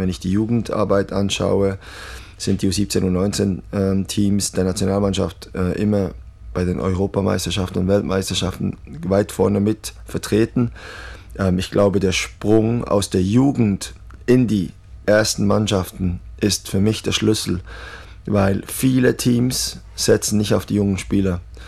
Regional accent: Switzerland; Natürlich aber auch schlägt mein Herz für die Schweiz, wo ich groß geworden bin.

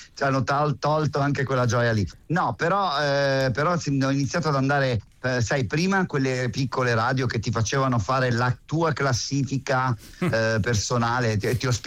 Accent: Metanopoli, Lombardy, Italy; E allora lì a Metanopoli, perché io vengo da Metanopoli, sono un figlio del proprio del cane a sei zampe.

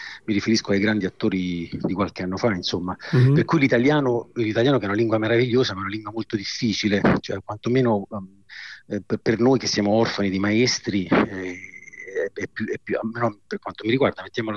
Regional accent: Sardinia, Italy; io poi sono sardo e in qualche modo ho riscritto il Macbeth di Shakespeare in sardo

